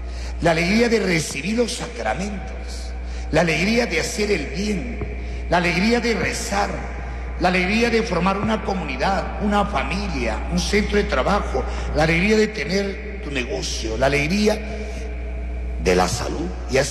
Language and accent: Spanish; Peru; para que nos veamos como peruanos, como hermanos, como cristianos.